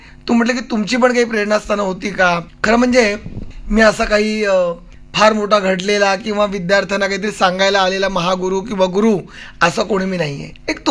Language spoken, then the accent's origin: Marathi; Aurangabad, Maharashtra, India; औरंगाबादला माझं बरंच बालपण गेलं औरंगाबादला